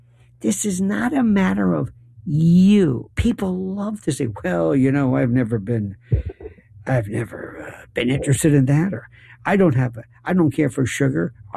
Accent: United States; as an American

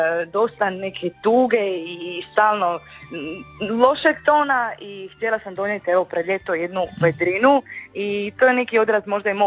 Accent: Split, Split-Dalmatia County, Croatia; moved away as an adult; now in Zagreb, Croatia; dolazim iz Splita.

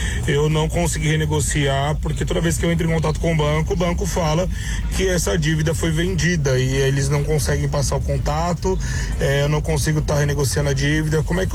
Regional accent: Poá, São Paulo, Brazil; eu sou de Poá.

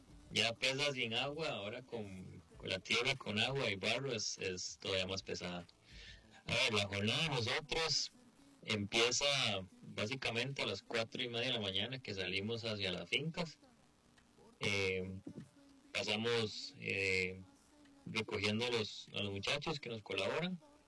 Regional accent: Pacayas, Cartago, Costa Rica; Bueno, nosotros somos de Pacayas, pero producimos en la parte del volcán Turrialba y el volcán Irazú.

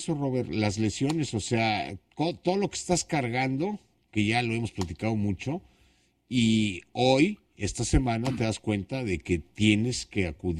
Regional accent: Mexico City, Mexico; Yo no soy chilango, yo soy capitalino, mano.

